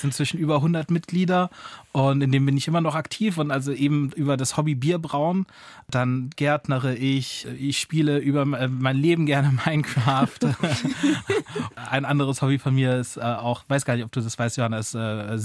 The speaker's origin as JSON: {"language": "German", "region": "Southern Germany", "country": "Germany", "also_born_or_lived": "Freiburg", "said": "Und ich als Süddeutscher hatte eigentlich gar keine Berührungspunkte mit den neuen Bundesländern bis zu dieser Zeit."}